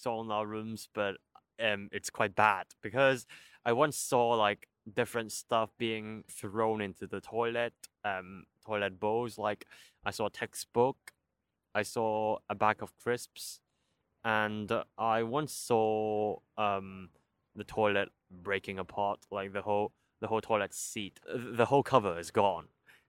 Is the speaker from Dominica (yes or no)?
no; Hong Kong; English is a second language; moved away; And the cultural shock is quite large as well, because as I'm from Hong Kong, the whole way of thinking or our humor or our interests are very different.